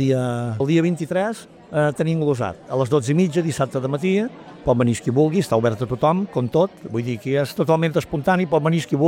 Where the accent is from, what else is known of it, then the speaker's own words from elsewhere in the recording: Menorca, Balearic Islands, Spain; nosaltres som menorquins